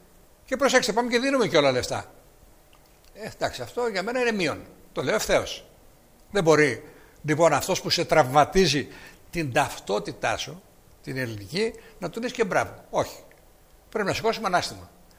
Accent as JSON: {"language": "Greek", "country": "Greece", "said": "σαν Έλληνας"}